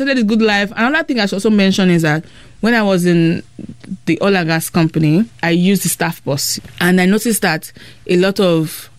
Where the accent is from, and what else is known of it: Ibadan, Oyo, Nigeria; born or raised there